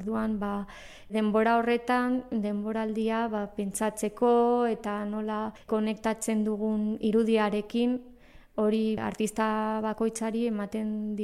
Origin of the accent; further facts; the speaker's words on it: Bilbao, Basque Country, Spain; eta Bilbotik nator